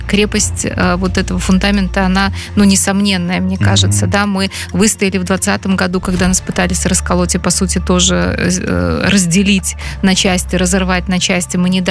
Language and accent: Russian; Belarus; наше ощущение белорусскости тем, что мы белорусы. Неважно даже какой мы национальности, мы живем на территории этой страны, мы ощущаем эту страну как свою родную